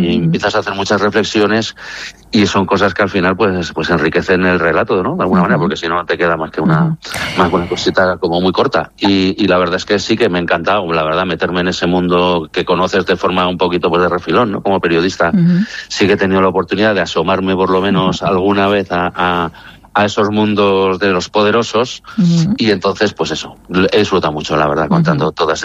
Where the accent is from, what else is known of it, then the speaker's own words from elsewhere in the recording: San Sebastián, Basque Country, Spain; empecé en San Sebastián, de donde soy, haciendo, o sea, en el Diario Vasco, haciendo prácticas allí y tal